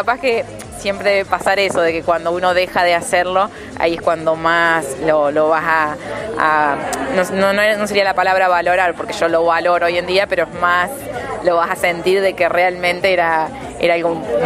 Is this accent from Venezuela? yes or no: no; Levalle, Córdoba, Argentina; now in Río Cuarto, Argentina; Sí, en realidad en Río Cuarto hace más de 14 años que estoy. Pero bueno, siempre nunca sentí que me fui de Levalle